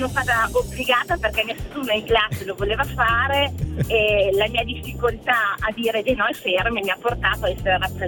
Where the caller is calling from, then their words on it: Parma, Emilia-Romagna, Italy; Chiamo in direzione Parma, adesso sono in autostrada per tornare a Parma